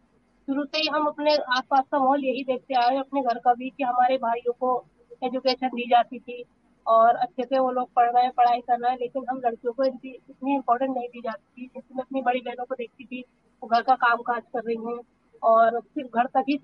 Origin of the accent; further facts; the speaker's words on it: Rampur, Uttar Pradesh, India; और मैं रामपुर शहर से छोटे से मोहल्ले कलकत्त के रहने वाली हूँ।